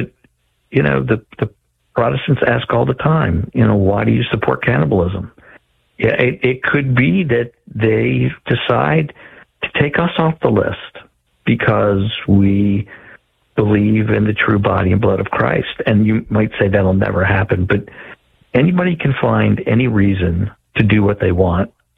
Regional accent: Richmond, Virginia, United States; now in Aberdeen, United States; I had called you before. I was from Richmond. We just moved to Aberdeen.

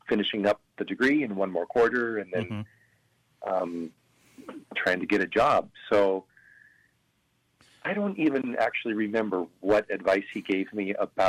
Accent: Pasco, Washington, United States; I was born and raised in Pasco, Washington, and so I grew up in St. Patrick Parish, which is now the largest parish in the diocese.

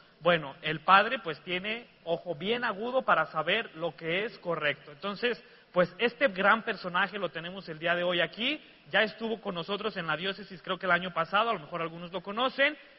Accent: Mexico; como decimos en México

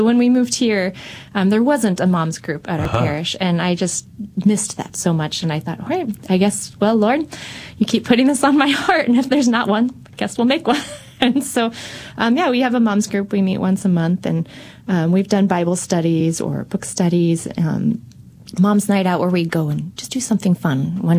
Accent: Rolla, Missouri, United States; I'm from Rolla, so he married the townie.

